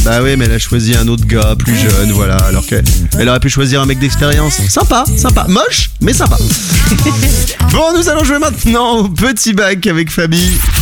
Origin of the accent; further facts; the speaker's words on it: France; Puisque moi, je suis français